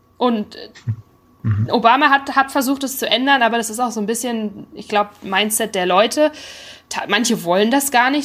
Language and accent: German; North Rhine-Westphalia, Germany; moved away as an adult; now in United States; ich bin ein Ruhrpott-Kind.